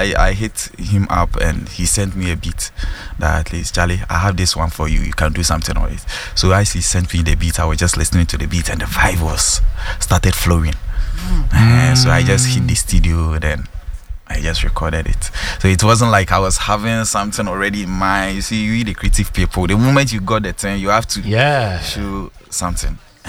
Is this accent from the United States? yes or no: no; Kumasi, Ashanti, Ghana; moved away as an adult; also born or lived in Winneba; I was born and raised all my lifetime in Kumasi.